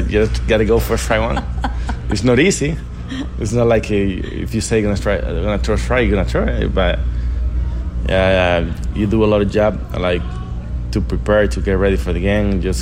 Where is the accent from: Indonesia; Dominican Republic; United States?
Dominican Republic; English is a second language; moved away; Yeah, I grew up back in Dominican Republic.